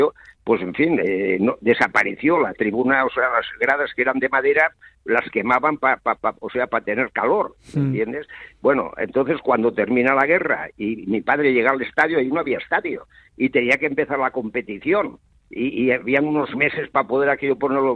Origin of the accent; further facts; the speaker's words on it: Valencia, Valencian Community, Spain; born there; yo nací en Valencia